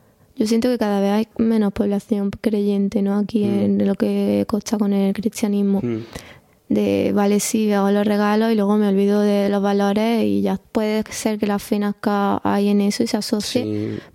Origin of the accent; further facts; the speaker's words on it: a village in Granada province, Andalusia, Spain; now in Granada, Spain; yo vengo de un pueblo de Granada